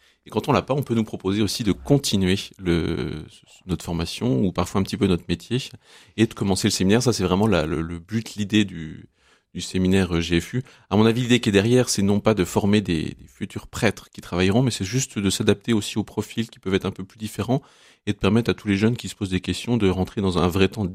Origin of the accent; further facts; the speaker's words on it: Besançon, Bourgogne-Franche-Comté, France; born there; moved away as an adult; now in Lille, France; Et non, je ne suis pas lillois. J'ai 33 ans, je suis né à Besançon, dans l'Est de la France. Et je suis arrivé à Lille en 2016 pour mes études de médecine, pour mon internat.